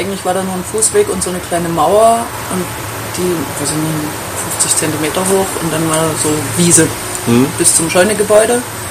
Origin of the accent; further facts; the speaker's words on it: Dresden, Saxony, Germany; Ich komme aus Dresden. Bin hier aufgewachsen. Bin jetzt 29 Jahre alt.